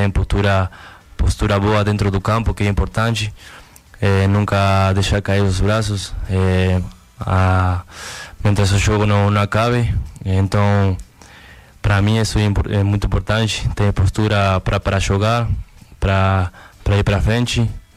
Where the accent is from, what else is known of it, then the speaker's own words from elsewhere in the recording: Uruguay; Portuguese is a second language; now in Brazil; Sim, é muito diferente que daqui do Brasil, que é do Uruguai. Meu país natal é muito diferente